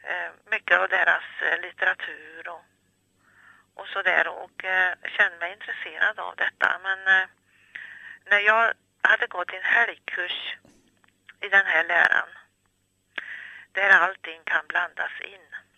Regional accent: Västra Götaland County, Sweden; now in Ullervad, Sweden; Jag kommer från Dalsland.

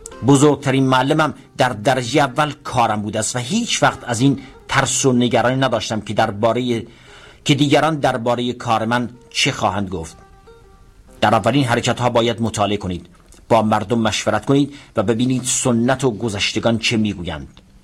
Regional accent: Tehran, Tehran Province, Iran; محلی که تحصیل می‌کردم در بازار تهران خیام و سید نصرالدین بود. در این محله به دنیا آمدم و تمام دوران تحصیلم را در همین محله پرسه زدم

